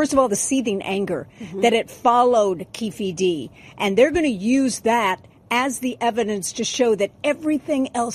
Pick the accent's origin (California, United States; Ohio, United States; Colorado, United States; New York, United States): California, United States; Long Beach; I'm from Long Beach, which is next to North Long Beach, which is next to Compton. I spent my childhood at the Lakewood Mall.